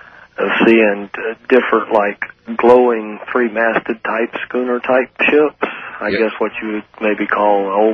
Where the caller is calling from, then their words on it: Jacksonville, Florida, United States; Jacksonville, Florida.